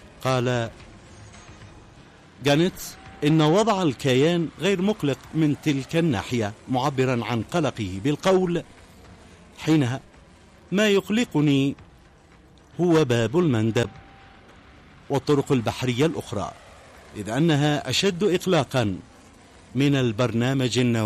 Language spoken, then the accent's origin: Arabic; Yemen; بلادنا اليمن